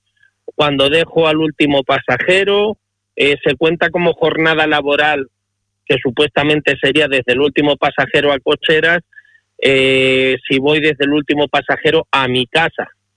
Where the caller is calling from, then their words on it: Madrid, Community of Madrid, Spain; llamo desde Madrid.